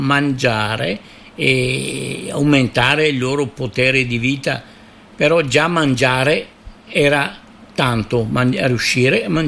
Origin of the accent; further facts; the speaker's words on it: Recoaro Terme, Veneto, Italy; Sì, io sono originario di Recuaro Terme.